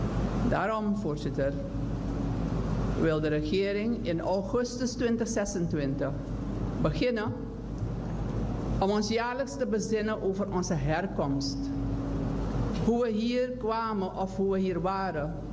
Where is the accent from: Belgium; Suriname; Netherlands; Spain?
Suriname; Wij Surinamers moeten blijvend smeden aan een in solidariteit verbonden gemeenschap.